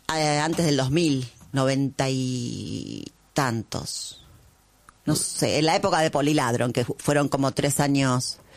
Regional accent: Buenos Aires, Argentina; also born or lived in Pocitos, Uruguay / Las Piedras, Uruguay; Y yo nací en Pocitos, pero antes de mudarme a Buenos Aires viví un poco en Las Piedras con mis abuelos y mis padres.

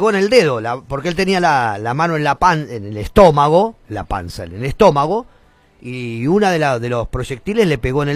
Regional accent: Argentina

